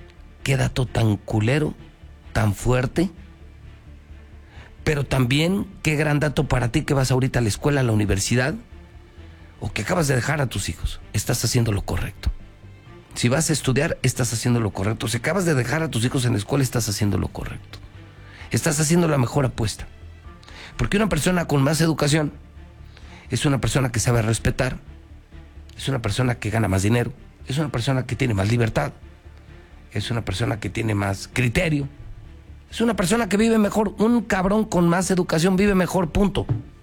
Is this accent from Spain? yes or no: no; Mexico